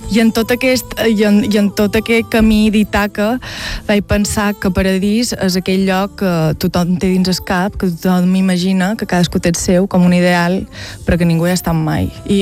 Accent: Valldemossa, Balearic Islands, Spain; per defecte som mallorquina i a més som de Vall de Mossa, que vendria a ser el poble més paradisíac i més turístic de tot Mallorca.

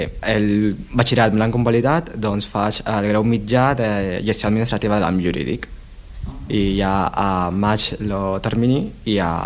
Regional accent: Lima, Peru; Catalan is a second language; now in Spain; Sí, sóc de Lima, de la capital.

